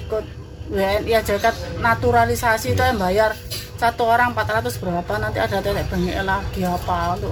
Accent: Indonesia; born there; wong aku lahir di Indonesia

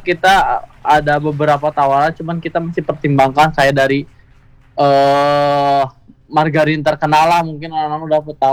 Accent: Bandung, West Java, Indonesia; aku dari Cimuleuit. Aku berjualan apa ya, UMKMku tuh jualan sorbet sama sordo di daerah Cimuleuit.

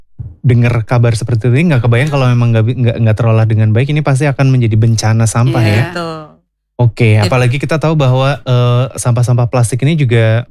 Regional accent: Banyumas, Central Java, Indonesia; kita sebagai warga Banyumas

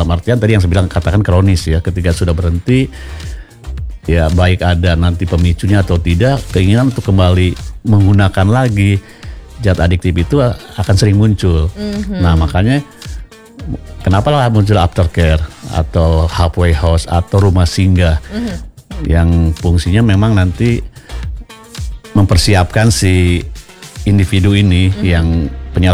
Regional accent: Bandung, West Java, Indonesia; now in Bali, Indonesia; Saya sebelumnya aslinya dari Bandung, tapi sudah jatuh cinta sama Bali dan sudah lama juga tinggal di Bali.

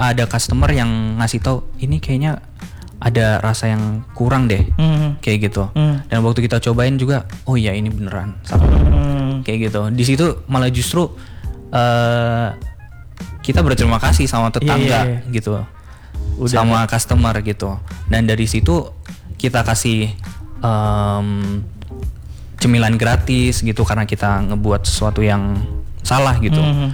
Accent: Batam, Riau Islands, Indonesia; moved away as an adult; also born or lived in Jakarta / Bogor / Melbourne; Aku itu besar di Batam, terus tapi lahirnya di Jakarta.

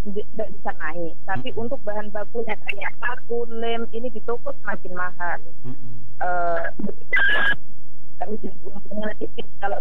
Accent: Java, Indonesia; Kami dari Jawa itu sudah berbekal semua, maksudnya anak ke dulu kami masih anak-anak itu kami punya orang tua sudah mebel, Om.

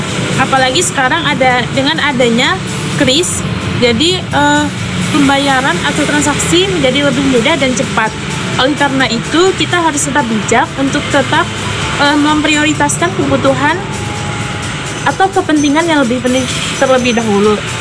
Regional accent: Purwokerto, Central Java, Indonesia; Perkenalkan … saya dari Banyumas Purwokerto.

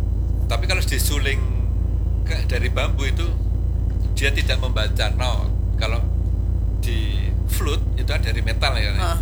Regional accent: Yogyakarta, Special Region of Yogyakarta, Indonesia; Padahal saya orang Jogja.

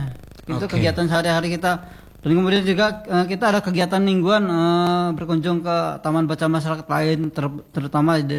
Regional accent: Banten, Indonesia; Aku dari Taktakan kan, kampung komplek Mamur Jaya.

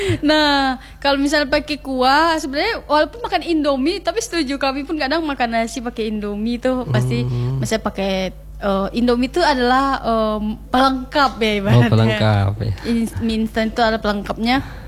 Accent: Padang, West Sumatra, Indonesia; Saya sebagai orang Sumatera nih, apalagi orang Sumatera Barat, tepatnya di Kota Padang

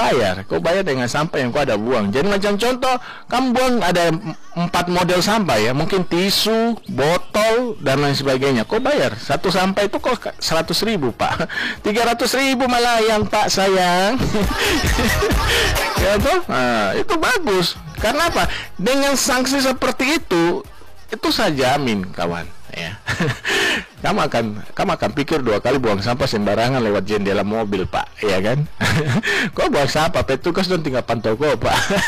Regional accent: Nabire, Central Papua, Indonesia; saya lahir besar kan di Nabire

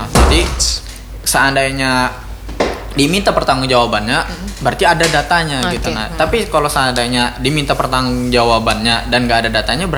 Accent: Banjarmasin, South Kalimantan, Indonesia; kita orang Banjarmasin

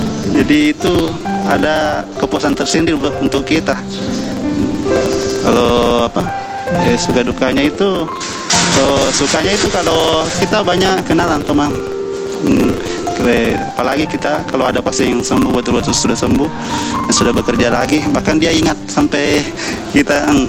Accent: Makassar, South Sulawesi, Indonesia; born there; moved away; asal dari Makassar.

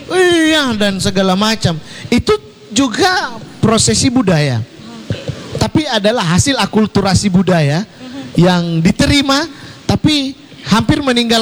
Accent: Makassar, South Sulawesi, Indonesia; Misalnya kalau saya menyebut … tanpa memproklamirkan bahwa saya orang Makassar, ketahuan.

